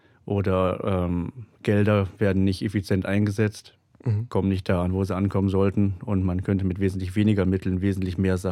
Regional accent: Tarabuco, Chuquisaca, Bolivia; Tarapuco. Fand ich nett. Und dann hat sich irgendwann rausgestellt, dass das tatsächlich der Ort ist, wo ich herkomme.

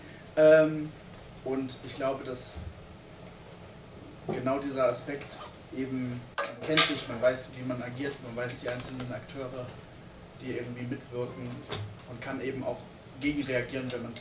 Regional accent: Leipzig, Saxony, Germany; ich bin nicht hier aus Leipzig, also ich bin aus Leipzig, aber ich bin hier nicht geboren und als ich nach Leipzig gekommen bin

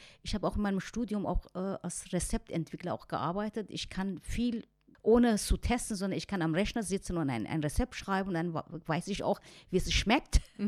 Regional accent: Iran; German is a second language; now in Germany; Und ich sage, wenn ich als Iranerin darauf verzichten muss, wo es ist mein Herzblut, meine Verwandten, meine Mutter ist

